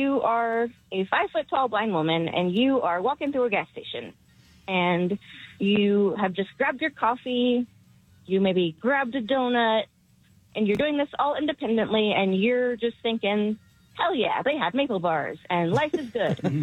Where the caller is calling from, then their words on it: Salt Lake City, Utah, United States; I'm calling from Salt Lake.